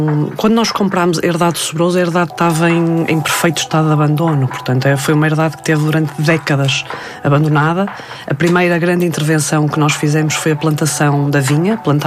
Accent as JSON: {"language": "Portuguese", "region": "Norte", "country": "Portugal", "said": "puxa-me especificamente o Alentejo, porque sendo eu nortenha, até poderia ter feito mais..."}